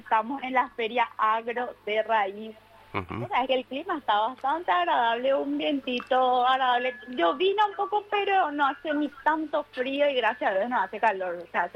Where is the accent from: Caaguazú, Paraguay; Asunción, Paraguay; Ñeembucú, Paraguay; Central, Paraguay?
Central, Paraguay; Luque; Ah, mi valle, yo soy de Luque también.